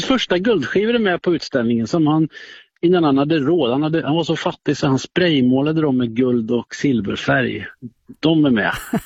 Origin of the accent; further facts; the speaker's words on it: Skara, Västra Götaland County, Sweden; Jag är uppvuxen i Skara